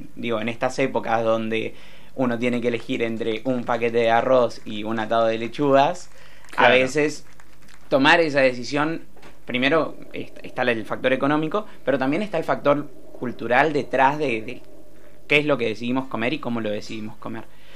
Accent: La Plata, Buenos Aires Province, Argentina; born there; Yo soy nacido en Villa Elvira

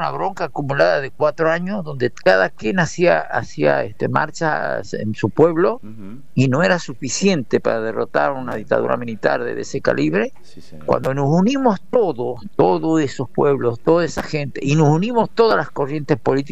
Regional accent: Tucumán, Argentina; yo soy el único de Tucumán

